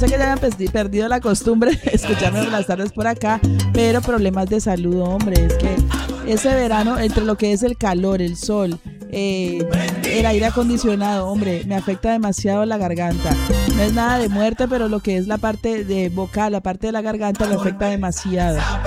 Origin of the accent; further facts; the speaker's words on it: Cali, Valle del Cauca, Colombia; now in Valencia, Spain; nos identifica como buenos caleños